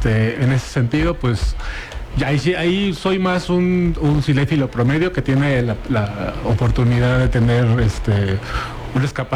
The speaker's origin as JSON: {"language": "Spanish", "country": "Mexico", "said": "Somos mexicanos."}